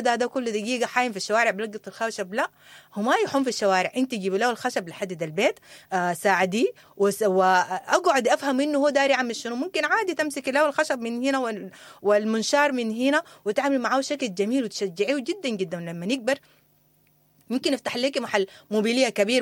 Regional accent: Sudan; لكن احنا كأسر سودانية كنا بنفكر في انه الحرف دي ما بتشبهنا

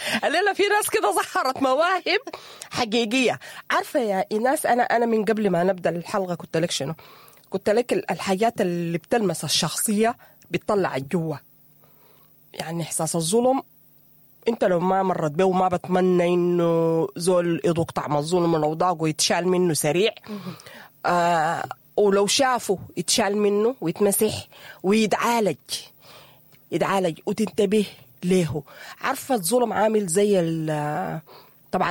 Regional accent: Sudan; نحن كسودانيين

